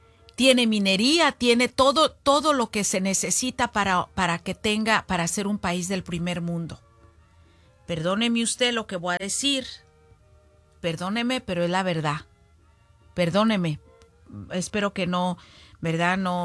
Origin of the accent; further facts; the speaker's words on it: Jalisco, Mexico; born there; moved away; él es de Jocotepec, Jalisco, cerquita de allá de mi pueblo.